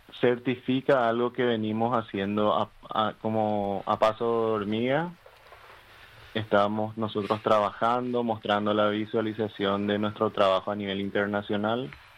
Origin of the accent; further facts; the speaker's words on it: Paraguay; como paraguayos tenemos que sentirnos muy orgullosos por este logro